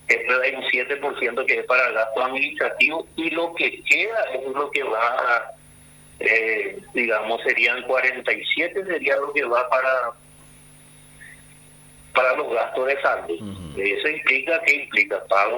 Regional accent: Paraguay

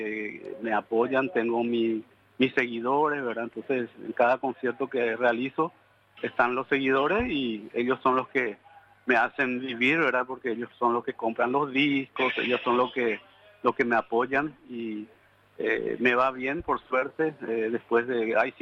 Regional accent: Paraguay; Yo soy artista paraguayo y debo tocar la música paraguaya

